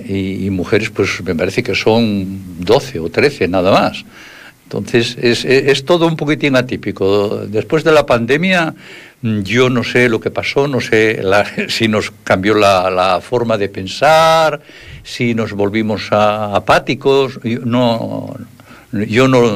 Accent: Piloña, Asturias, Spain; que cada vez somos menos de Piloña

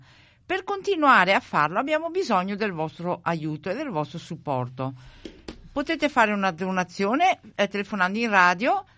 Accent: northern Italy, Italy; io sono una polentona.

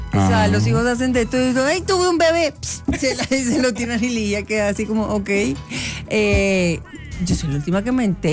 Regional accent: Medellín, Antioquia, Colombia; born or raised there; now in Bogotá, Colombia

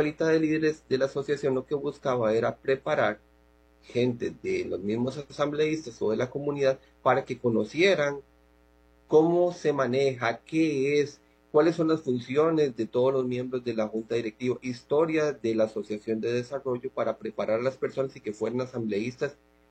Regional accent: San José, Costa Rica; moved away as an adult; now in La Fortuna, Costa Rica; yo no soy de La Fortuna, pues yo no soy de La Fortuna, yo soy de San José, yo llegué por trabajo

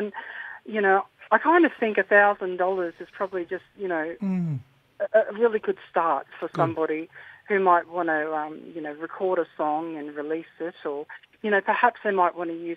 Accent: Chillagoe, Queensland, Australia; now in Mareeba, Australia; I'm originally from Chiligo, but Mareeba's my

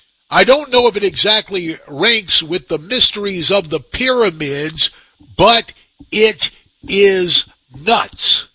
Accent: Phoenix, Arizona, United States; born there; my hometown Phoenix Mercury

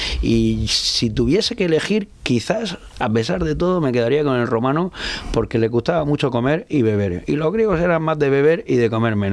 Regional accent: Region of Murcia, Spain; que yo vivo en el centro

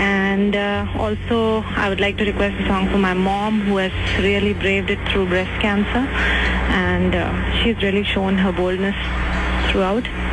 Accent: India; Actually, it's a very complicated name because I'm an Indian, so...

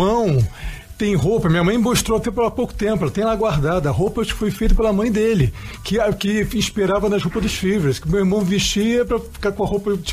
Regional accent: Rio de Janeiro, Brazil; Eu sou carioca, eu era suave. Carioca de Ibuiaraque.

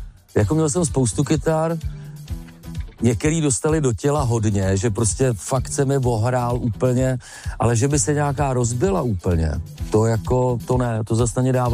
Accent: Jičín, Hradec Králové Region, Czechia; Teďka jsme na Blatech u Jičína a já jsem se narodil tady v Jičíně, to je 12 kilometrů. Tam jsem chodil na základní školu

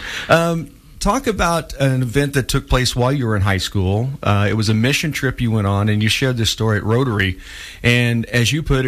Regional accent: Missouri, United States; I played all the sports, but we were kind of unique. I grew up in Missouri. There weren't the geeks and the meatheads and the jocks.

